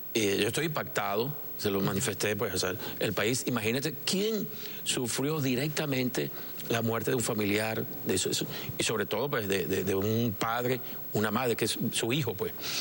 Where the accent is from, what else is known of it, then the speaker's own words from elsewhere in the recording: Venezuela; hemos sido los venezolanos. Nosotros somos hijos de Dios y de Bolívar